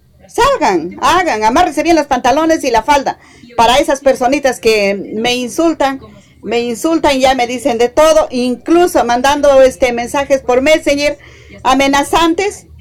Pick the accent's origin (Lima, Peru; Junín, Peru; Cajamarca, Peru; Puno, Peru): Cajamarca, Peru; Cutervo province; Yo sí soy de Cajamarca, soy de la provincia de Cutervo